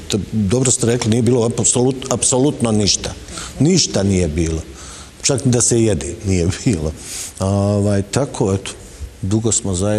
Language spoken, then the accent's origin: Bosnian; Sarajevo, Federation of Bosnia and Herzegovina, Bosnia & Herzegovina; Odrastao sam na Grbavici, najveći zapravo, ne mogu reći dio života, najveći dio života sam proveo ovdje jer sad živim, ali to mladost i odrastanje mi je proteklo na Grbavici.